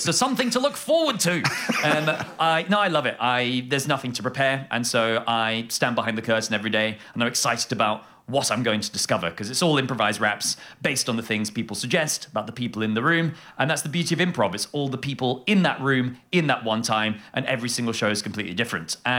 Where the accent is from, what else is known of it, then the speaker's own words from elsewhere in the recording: London, United Kingdom; moved away as an adult; now in Edinburgh, United Kingdom; I am from London, but now I live here.